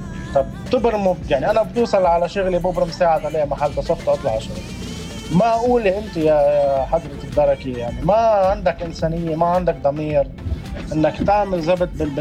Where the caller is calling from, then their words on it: Lebanon; عندنا بلبنان